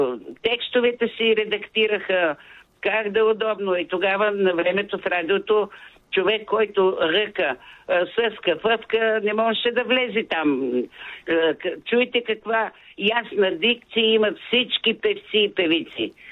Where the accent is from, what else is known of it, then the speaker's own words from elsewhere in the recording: Plovdiv, Plovdiv Province, Bulgaria; born there; Ние сме родени сестра ми в Пловдив. Баща ми беше кореняк пловдивчанин.